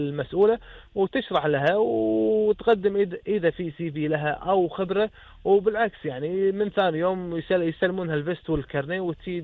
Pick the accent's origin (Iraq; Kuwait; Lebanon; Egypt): Kuwait; لكن انا كويتي،